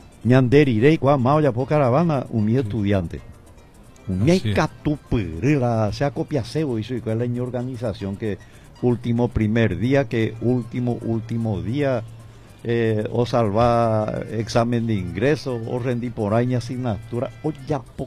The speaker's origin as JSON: {"language": "Spanish", "country": "Paraguay", "said": "Y yo soy paraguayo."}